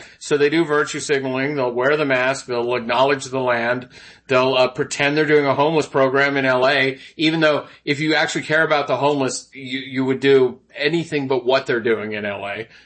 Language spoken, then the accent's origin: English; Southwest, United States; moved away; I'm from the Southwest where when the wind blows, we don't have trees knocking down power lines